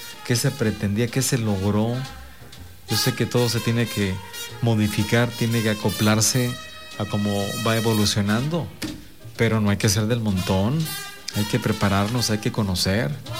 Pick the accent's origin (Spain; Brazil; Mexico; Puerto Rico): Mexico; Sentirnos orgullosos de ser mexicanos, pero buenos mexicanos, ¿eh?